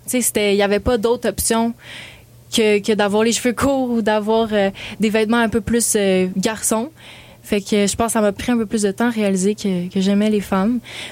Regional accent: Quebec, Canada; Moi, je viens pas de la ville, là. Je viens de la banlieue de Montréal. Fait que j'ai grandi quand même dans un environnement très... je pense que je pourrais dire qu'il est très... tolérant à tout ça.

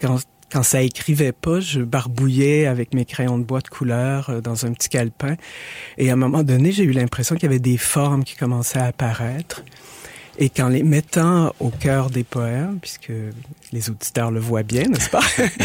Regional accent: Montreal, Quebec, Canada; born there; Je suis né à Montréal. J'y ai travaillé, j'y vis. Je trouve que c'est une ville tout à fait hétéroclite

